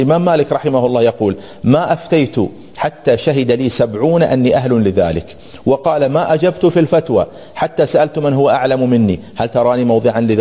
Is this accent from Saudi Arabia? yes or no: yes; Saudi Arabia; عندنا في السعودية